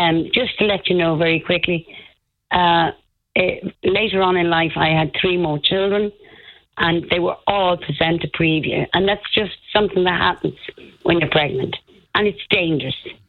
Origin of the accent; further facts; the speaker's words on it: Dublin, Leinster, Ireland; also born or lived in London; they called me the city girl because I came in from London, but I was also from Dublin.